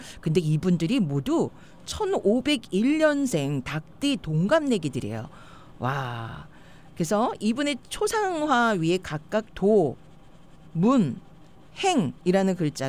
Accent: Chungcheong, South Korea; moved away; 저는 충청도거든요.

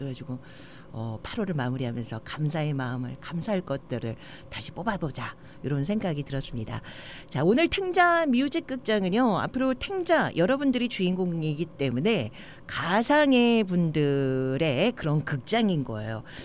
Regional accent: Chungcheong, South Korea; now in Los Angeles, United States; 저는 고향이 충청도고요. 지금은 LA의 한인타운 한타에서 살고 있어요.

